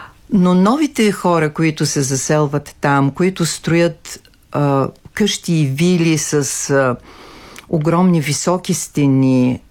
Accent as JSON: {"language": "Bulgarian", "town": "Tabachka", "region": "Ruse Province", "country": "Bulgaria", "tie": "born or raised there", "said": "Връщате ме към нещо, в което остава душата ми. Това е родното ми място."}